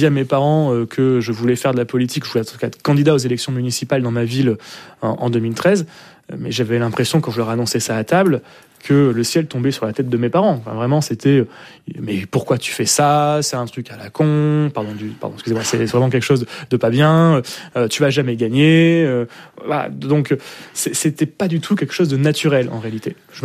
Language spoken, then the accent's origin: French; Marck, Hauts-de-France, France; also born or lived in Grande-Synthe; je suis né à Grande-Synthe, hein, mais j'ai vécu 2 ou 3 jours à Grande-Synthe. Parce que mes parents habitaient et habitent toujours la ville de Marc en Calaisis, dont je suis maire. Donc, je suis arrivé dans le Pas-de-Calais assez rapidement, parce qu'on a la frontière du Pas-de-Calais et du Nord.